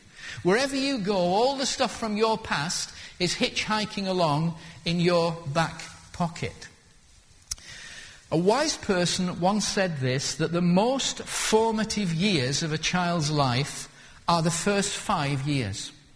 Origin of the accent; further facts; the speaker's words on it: Lancaster, North West England, United Kingdom; I was born in 1946, and I grew up in Lancaster. And I grew up in the roughest part of Lancaster. It's called Skirton.